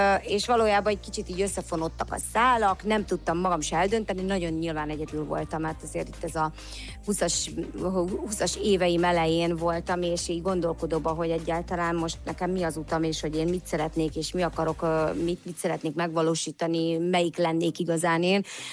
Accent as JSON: {"language": "Hungarian", "town": "Szolnok", "region": "Jász-Nagykun-Szolnok", "country": "Hungary", "said": "én szolnoki vagyok"}